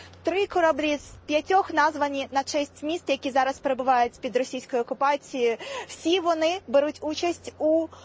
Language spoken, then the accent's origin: Ukrainian; Chernihiv, Chernihiv Oblast, Ukraine; Ось поруч зі мною Чернігів, названий на честь мого рідного міста.